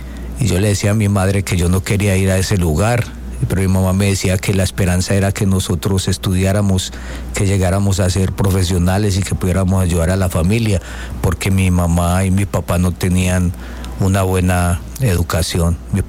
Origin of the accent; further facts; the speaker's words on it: Medellín, Antioquia, Colombia; Sí, yo soy de Medellín, de la ciudad linda de Medellín. Allí crecí en la Comuna 13, que es una de las comunas más violentas de Colombia.